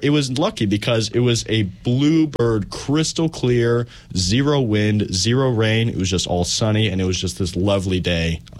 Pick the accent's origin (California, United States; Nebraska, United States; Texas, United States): California, United States; born there; now in Virginia, United States; I was born in California.